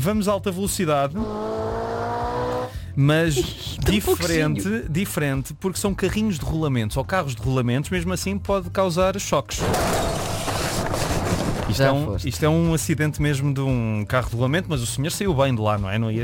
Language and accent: Portuguese; Porto, Portugal; born there; no centro comercial de Sedofeita, no Porto, Sedofeita onde eu nasci, pelo menos é quando está na minha cédula de nascimento.